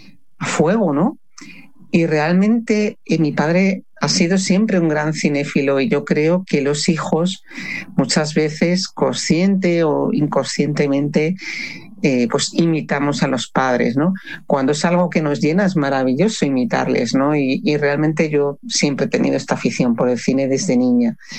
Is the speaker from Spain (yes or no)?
yes; Pamplona, Navarre, Spain; yo vivía en Pamplona cuando era niña